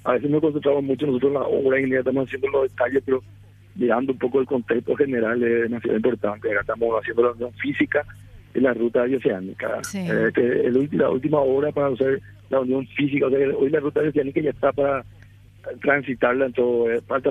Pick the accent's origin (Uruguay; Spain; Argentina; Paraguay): Paraguay; somos profesionales paraguayos